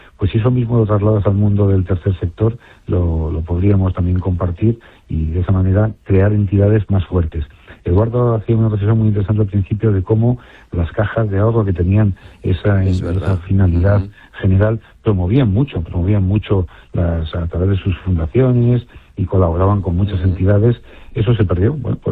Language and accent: Spanish; Spain; Y yo creo que los españoles somos generosos.